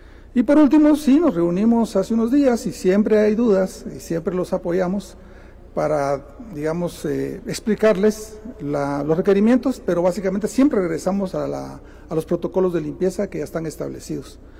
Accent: Guatemala; porque somos guatemaltecos y al final dejamos un poquito las cosas para tarde.

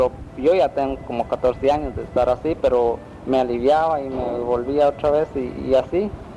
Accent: Guanagazapa, Escuintla, Guatemala; La finca El Refugio, municipio de Guanagazapa.

